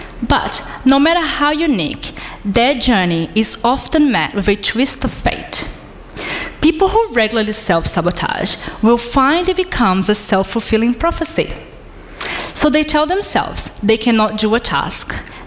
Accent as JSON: {"language": "English", "region": "Rio de Janeiro", "country": "Brazil", "tie": "born or raised there", "said": "my hometown, Rio de Janeiro, in Brazil."}